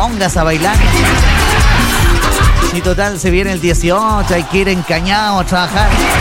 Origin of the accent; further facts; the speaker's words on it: Chile; Como buenos chilenos, ¿no? Sí, compadrito, como buenos chilenos.